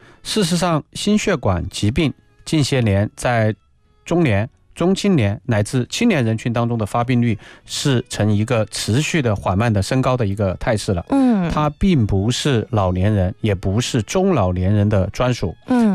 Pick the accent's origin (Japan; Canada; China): China